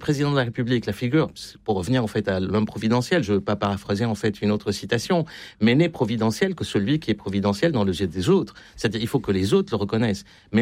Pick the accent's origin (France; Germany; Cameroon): France; Donc, on a un peu peu manger notre chapeau aussi en tant que Français.